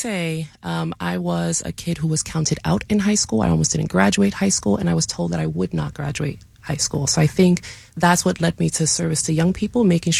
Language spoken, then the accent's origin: English; New York City, New York, United States; also born or lived in Maryland / Washington, D.C. / Michigan; now in Philadelphia, United States; I'm from New York City originally.